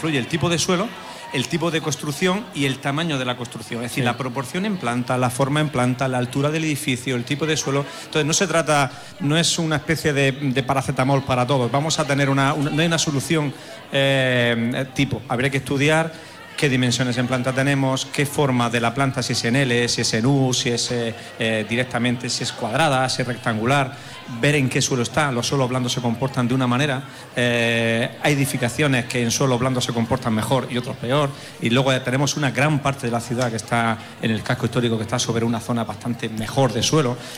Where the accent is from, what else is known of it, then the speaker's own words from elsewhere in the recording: Galicia, Spain; Sé gallego, soy gallego.